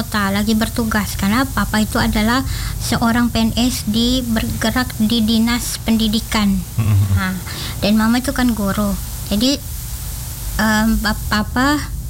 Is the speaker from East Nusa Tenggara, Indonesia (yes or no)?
yes; Bajawa, East Nusa Tenggara, Indonesia; orang Nangaroro Nagekeo dan mama orang Larantuka, Flores Timur. Namun kami dilahirkan dan dibesarkan di Kota Dingin Bajawa.